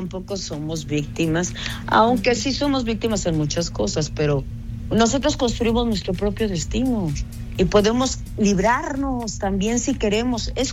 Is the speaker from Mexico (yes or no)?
yes; Mexico